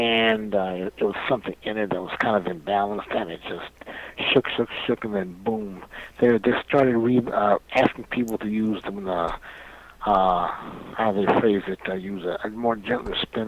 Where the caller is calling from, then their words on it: Houston, Texas, United States; in Houston.